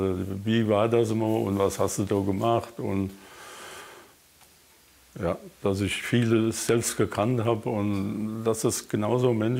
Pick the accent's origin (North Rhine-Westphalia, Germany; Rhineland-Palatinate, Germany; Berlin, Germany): Rhineland-Palatinate, Germany; Und ich sagte, aus der Nähe von Mainz.